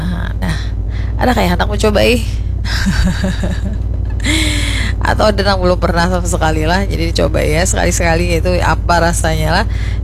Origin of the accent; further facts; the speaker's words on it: Banjar, South Kalimantan, Indonesia; aku orang Banjar